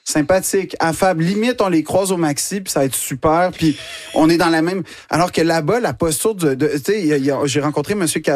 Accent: Quebec, Canada

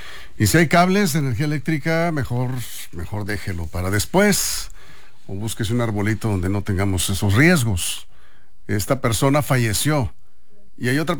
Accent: Juan José Ríos, Sinaloa, Mexico; de mi infancia en Juan José Ríos, ahí me crié bajando guamúchiles

